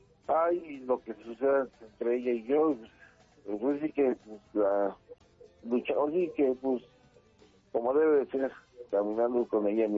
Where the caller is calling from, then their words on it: Temoaya, State of Mexico, Mexico; Sí, lo estábamos escuchando desde el municipio de Temoaya. Aquí al sur de Toluca.